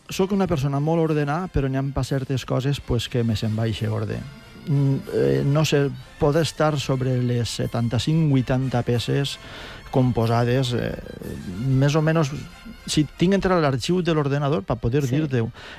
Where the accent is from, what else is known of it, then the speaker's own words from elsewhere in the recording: Albaida, Valencian Community, Spain; I jo, evidentment, jo sóc d'Albaida.